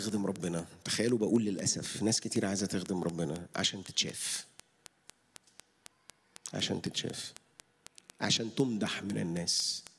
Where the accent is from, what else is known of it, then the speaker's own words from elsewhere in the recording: Egypt; احنا مش مصريين بالصدفة